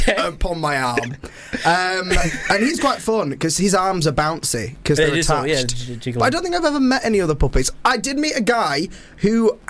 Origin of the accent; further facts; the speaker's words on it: Bradford, Yorkshire and the Humber, United Kingdom; I'm from Bradford